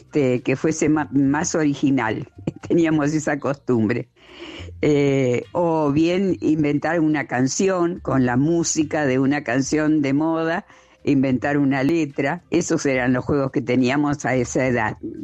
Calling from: Rosario, Santa Fe, Argentina; de Rosario.

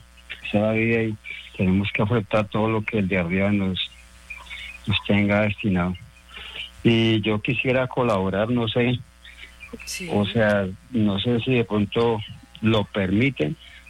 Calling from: Villavicencio, Meta, Colombia; Habla con … aquí de Villavicencio.

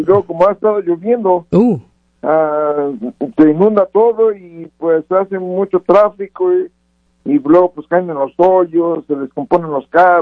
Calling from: Mexico City, Mexico; No, yo soy de la Ciudad de México.

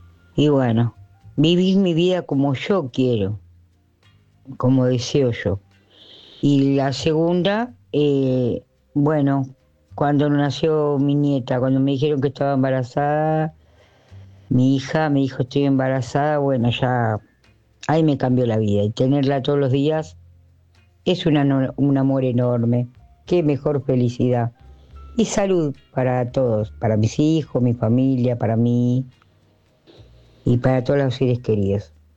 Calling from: Wilde, Buenos Aires Province, Argentina; de Wilde.

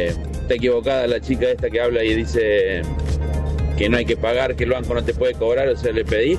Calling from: Valle Hermoso, Córdoba, Argentina; de Valle Hermoso.

